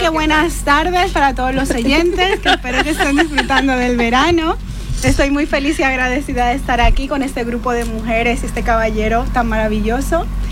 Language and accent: Spanish; Spain; yo, a pesar de ser dominicana, yo no conocía casi ningún dominicano, porque bueno, yo crecí en España, todos mis amigos son españoles